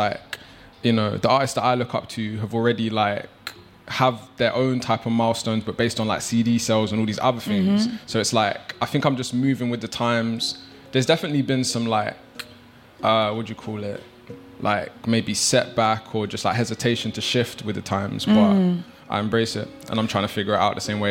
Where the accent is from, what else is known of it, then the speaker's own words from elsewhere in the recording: London, United Kingdom; I'm from Battersea, born and raised.